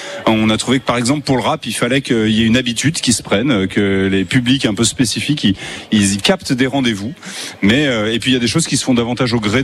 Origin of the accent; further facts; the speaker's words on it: Lyon, Auvergne-Rhône-Alpes, France; Et puis, je suis lyonnais d'origine.